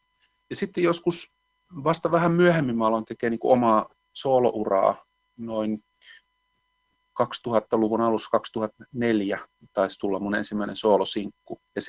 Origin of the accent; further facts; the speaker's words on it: Lahti, Päijät-Häme, Finland; now in Helsinki, Finland; mä oon Lahdesta kotoisin, niin siellä koottiin koulussa jotain bändejä, sitten soitettiin koulujuhlissa ja sitä meininkiä ja sitten sitä niin kuin jatkettiin ja jossain vaiheessa mä muutin Helsinkiin